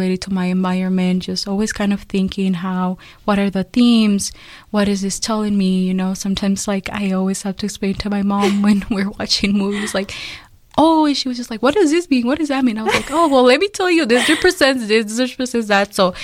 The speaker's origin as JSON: {"language": "English", "town": "Chicago", "region": "Illinois", "country": "United States", "tie": "born or raised there", "also_born_or_lived": "Mexico", "said": "So I was born in Mexico and I was raised in Little Village."}